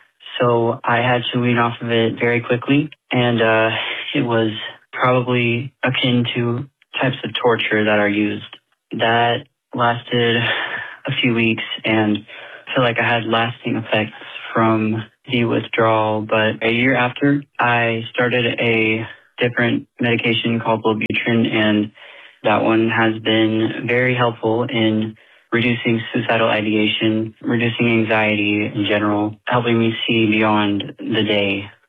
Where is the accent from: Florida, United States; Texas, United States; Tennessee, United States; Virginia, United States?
Florida, United States; I'm from the Panhandle in Florida.